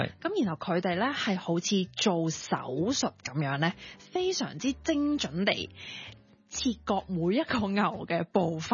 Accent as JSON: {"language": "Cantonese", "region": "Guangdong", "country": "China", "said": "佢哋係即係唔似我哋廣東人咁樣啦，會去醃啲肉啦"}